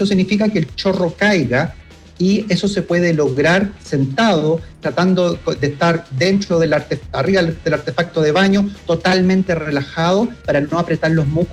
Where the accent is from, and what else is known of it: Chile